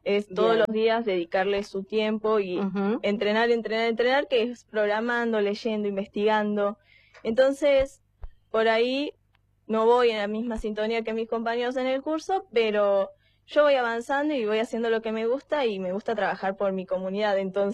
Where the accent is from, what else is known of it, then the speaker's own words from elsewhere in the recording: Villa Carlos Paz, Córdoba, Argentina; yo soy de acá de Carlos Paz